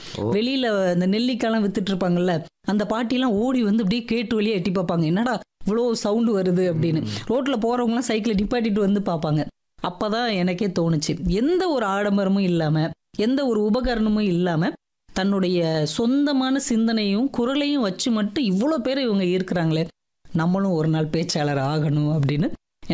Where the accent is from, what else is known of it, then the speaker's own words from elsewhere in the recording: Rajapalayam, Tamil Nadu, India; என்னுடைய சொந்த ஊர் வந்து ராஜபாளையம்.